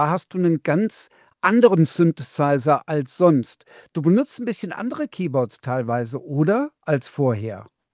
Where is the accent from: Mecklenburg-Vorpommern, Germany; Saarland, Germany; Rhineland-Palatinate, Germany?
Rhineland-Palatinate, Germany; Trier; Ja, kenne ich natürlich, weil ich komme aus Trier.